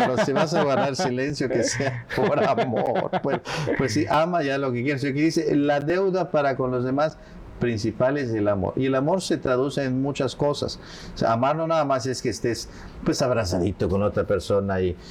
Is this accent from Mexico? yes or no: yes; Mexico